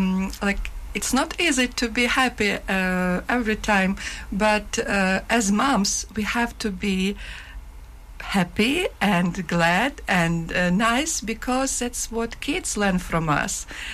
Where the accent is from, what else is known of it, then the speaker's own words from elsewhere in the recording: Ukraine; now in Aberdeen, United Kingdom; I'm from Ukraine and I'm a mother of two boys. A single mum, actually, yes.